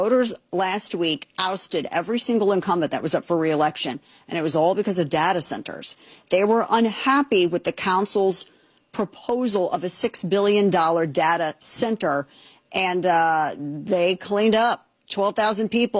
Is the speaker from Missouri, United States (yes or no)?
yes; Festus, Missouri, United States; This happened in my hometown of Festus, Missouri.